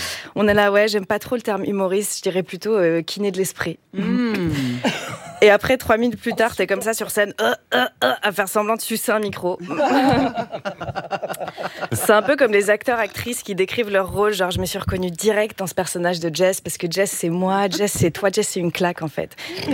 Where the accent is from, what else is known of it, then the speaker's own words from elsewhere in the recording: Switzerland; chez nous, en Suisse